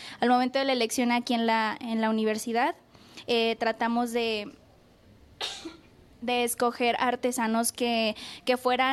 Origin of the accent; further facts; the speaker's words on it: Villa de Reyes, San Luis Potosí, Mexico; now in Chapingo, Mexico; Yo soy originaria de San Luis Potosí, Villa de Reyes. Es un municipio que está ahí cerca de la capital potosina. Está cerca, a una media hora de la capital. Actualmente mi familia vive en la capital